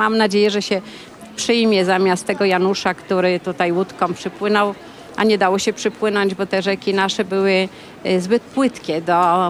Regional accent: Łódź, Łódź Voivodeship, Poland; No ja jestem łodzianką

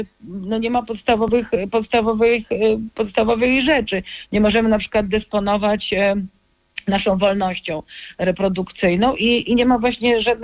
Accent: Poland; moved away; pochodzę z Polski południowo-wschodniej

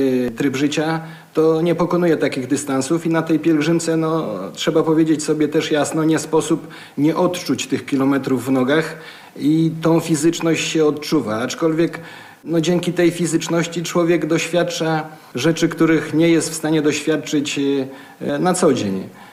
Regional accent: Ciechanów, Masovian Voivodeship, Poland; Ja pochodzę z Ciechanowa i tam mieszkam, to można powiedzieć, że święty Stanisław to taki mój ziomek, bo praktycznie niecałe 20 kilometrów od mojej miejscowości jest Rostkowo.

